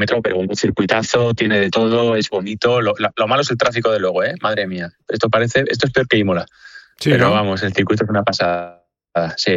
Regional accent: Spain; es que soy español y entonces me gusta mucho Fernando Alonso

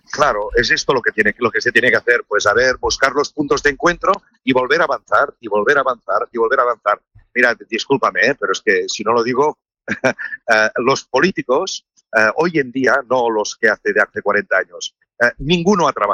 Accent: Catalonia, Spain; now in Morocco; O sea, aquí los trenes, yo que soy de Cataluña, me funcionan mejor en Marruecos que en Cataluña.

